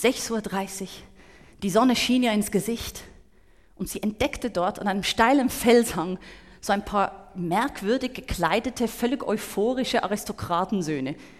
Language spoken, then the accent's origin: German; Switzerland; als Schweizerin